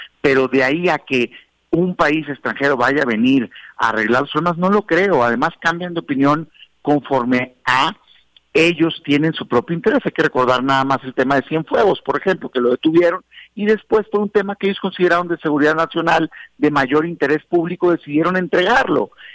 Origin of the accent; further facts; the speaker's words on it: Mexico; yo como todo mexicano